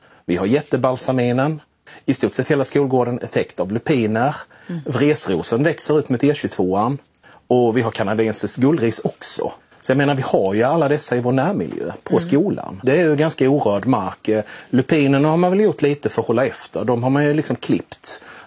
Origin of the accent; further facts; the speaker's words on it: Blekinge, Sweden; Jag brukar säga liksom att jag är född i det. Jag är lantbrukarson från Blekinge.